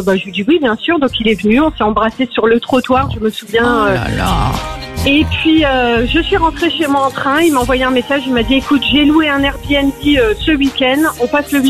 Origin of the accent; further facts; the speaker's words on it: northern France, France; parce qu'il faut savoir que moi je suis du Nord et lui du Sud.